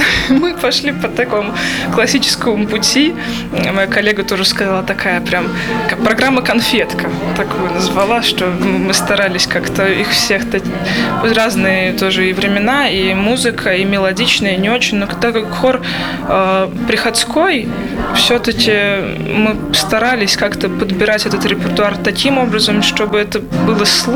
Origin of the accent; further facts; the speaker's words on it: Riga, Latvia; я из Латвии